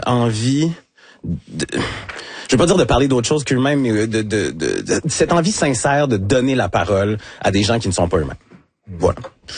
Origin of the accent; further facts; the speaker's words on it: Quebec City, Quebec, Canada; Je pense que tout est arrivé quand je suis parti de Québec. Donc, j'avais 17 ans pour aller à Jonquière, étudier en arts et technologie des, ouais, médias, en radio.